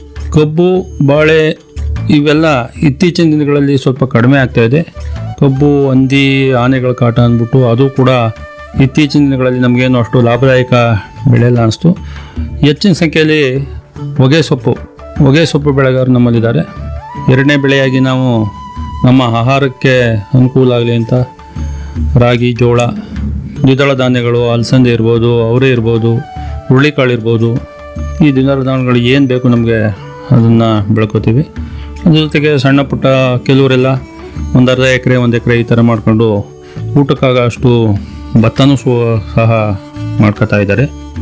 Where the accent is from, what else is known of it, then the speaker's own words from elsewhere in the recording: Hanchipura, Karnataka, India; ನಮ್ಮ ಅಂಚಿಪುರ ಗ್ರಾಮಕ್ಕೆ